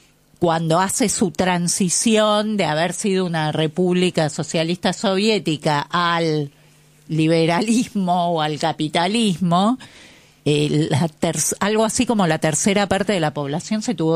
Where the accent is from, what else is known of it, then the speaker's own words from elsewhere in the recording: Argentina; lo que significa eso para nosotros como argentinos y para la Argentina como democracia.